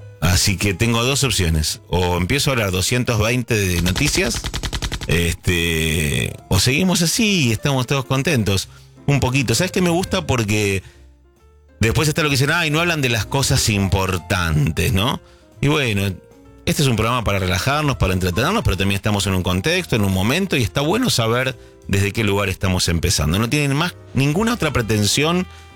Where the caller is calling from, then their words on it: Villa María, Córdoba, Argentina; de Villa María, Córdoba.